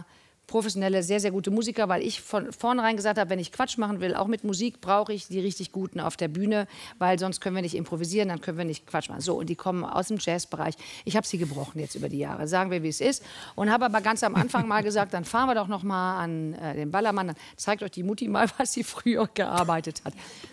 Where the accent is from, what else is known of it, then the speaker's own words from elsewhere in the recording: Cologne, North Rhine-Westphalia, Germany; Ich komme zwar aus Köln